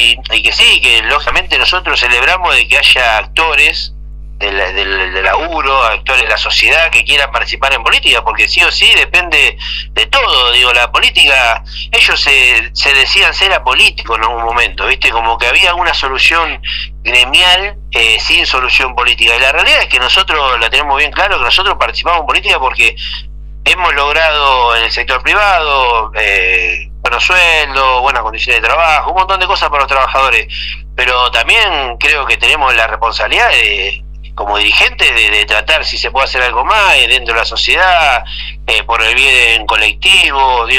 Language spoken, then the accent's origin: Spanish; Argentina; lo estamos viviendo todos los argentinos de Argentina.